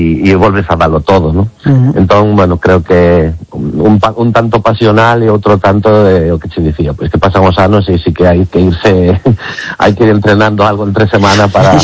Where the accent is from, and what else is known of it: Galicia, Spain